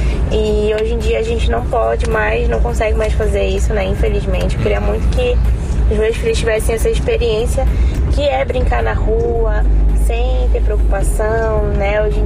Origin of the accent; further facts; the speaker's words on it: Manaus, Amazonas, Brazil; eu sou de Manaus